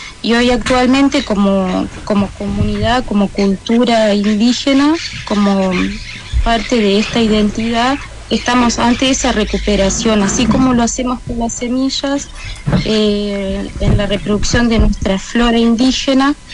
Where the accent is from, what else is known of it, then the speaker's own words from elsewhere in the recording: Río Negro, Uruguay; born there; now in Soriano, Uruguay; nací a 20 kilómetros de acá, ya es otro departamento, el departamento de Río Negro, muy cerquita del río Uruguay. Ahí creció toda mi familia, mis abuelos. Ese es mi origen, pero territorialmente estoy actualmente viviendo en un departamento que es lindero